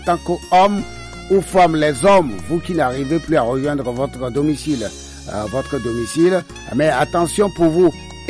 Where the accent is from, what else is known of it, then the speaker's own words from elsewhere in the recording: Togo; en tant que Togolais